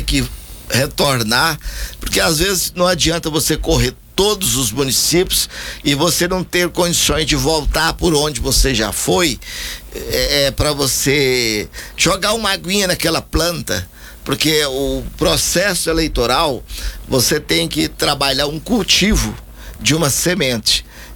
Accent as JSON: {"language": "Portuguese", "town": "Goiânia", "region": "Goiás", "country": "Brazil", "tie": "born there", "also_born_or_lived": "Paineiras, Minas Gerais / Abaeté, Minas Gerais", "said": "Nasci em Paineiras, Minas Gerais, mas fui registrado em Abaeté. Mas bem criança eu já vim para Goiânia e estou aqui em Goiás certeza. Então eu sou mais goiano do que mineiro."}